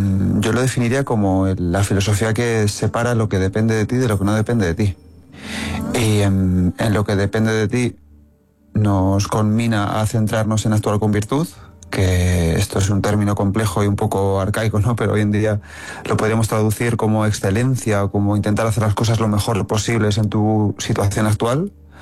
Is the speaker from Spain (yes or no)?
yes; Manzanares, Castilla-La Mancha, Spain; cuando yo era pequeño y estaba en mi pueblo, ¿no? Yo soy un pueblo de Ciudad Real muy chiquitín, de Manzanares.